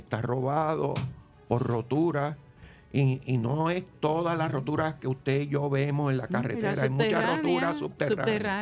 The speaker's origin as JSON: {"language": "Spanish", "country": "Puerto Rico", "tie": "born or raised there", "said": "nombre es de raíces suecas, porque mis abuelos por parte de padre fueron suecos, yo soy nacido y criado en Puerto Rico."}